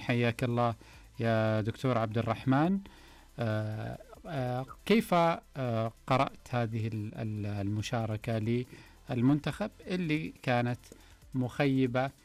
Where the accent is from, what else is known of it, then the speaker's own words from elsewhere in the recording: Saudi Arabia; وهذا طبعا منحنا كسعوديين جرعة كبيرة من التفاؤل،